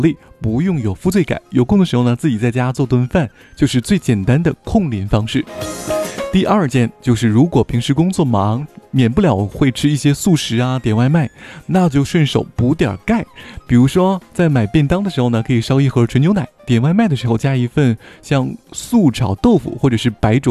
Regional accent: China; 我们中国人

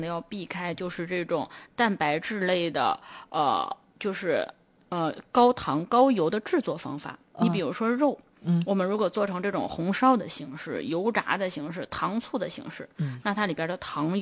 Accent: Northeast China, China; 尤其是我们东北人的这个饮食习惯

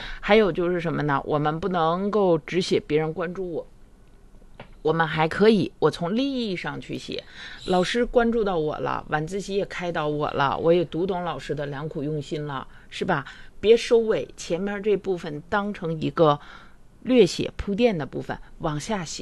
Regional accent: Harbin, Heilongjiang, China; 咱家乡啊，咱哈尔滨啊

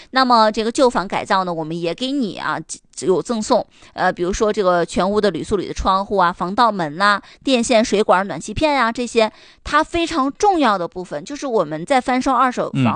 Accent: Northeast China, China; 对于咱们东北人来说

